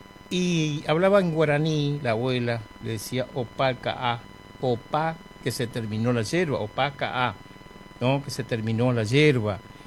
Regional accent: Presidencia de la Plaza, Chaco, Argentina; moved away; mi gente de Presidencia de la Plaza, mi pueblo en Chaco

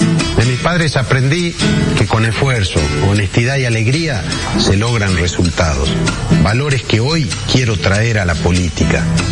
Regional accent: Salta, Argentina; salteño de pura cepa. Tengo 40 años. Soy el tercero de 6 hermanos. Vengo de una familia trabajadora, hijo de un productor tabacalero

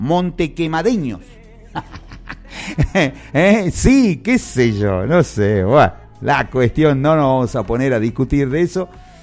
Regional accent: Joaquín V. González, Salta, Argentina; todos somos anteños, ¿sí? Pero bueno, cada uno también tiene su gentilicio. Nosotros somos gonzaleños

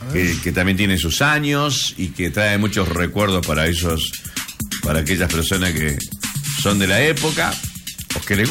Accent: Jujuy, Argentina; born there; now in Salta, Argentina; como yo no era de acá, en mi pueblo, nosotros nos criamos con LW8 Radio San Salvador de Jujuy. Y el canal que llegaba era el canal 7 de Jujuy.

